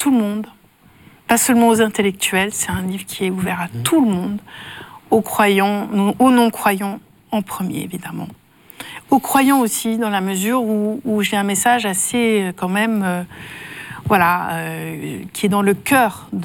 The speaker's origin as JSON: {"language": "French", "town": "Nancy", "region": "Grand Est", "country": "France", "tie": "born or raised there", "said": "toute cette société bourgeoise qui à Nancy, ma ville natale, qui prétendait être catholique"}